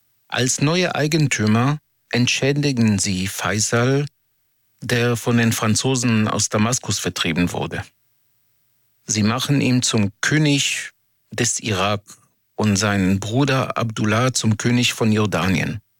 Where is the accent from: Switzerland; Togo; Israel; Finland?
Israel; Ich komme aus Israel, eine Demokratie, die gerade zerfällt